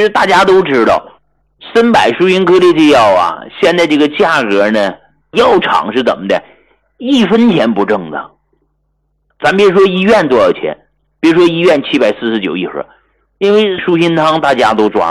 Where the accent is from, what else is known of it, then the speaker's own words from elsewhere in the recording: Hegang, Heilongjiang, China; 我来自黑龙江鹤岗，我也是从那农村，讲话以前家里边是种菜的，我们鹤岗有很多菜农啊